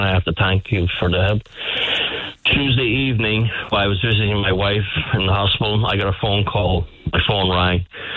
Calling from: Bantry, Munster, Ireland; I'm ringing from Bantry.

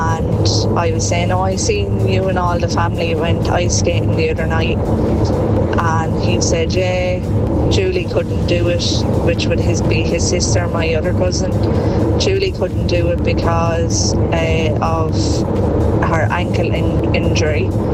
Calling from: Wexford, Leinster, Ireland; I'm from Wexford.

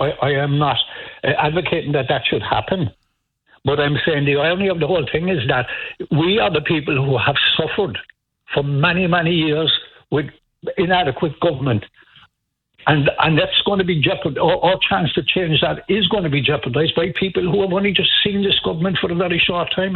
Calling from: Ireland

